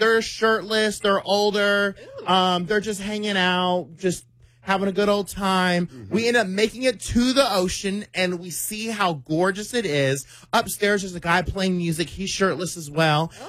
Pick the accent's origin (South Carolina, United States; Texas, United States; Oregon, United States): Texas, United States; Dallas; I said, yeah, because I'm from Oak Cliff.